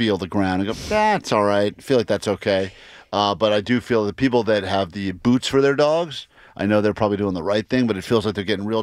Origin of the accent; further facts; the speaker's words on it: East Coast, United States; I mean, I guess I grew up in humidity on the East Coast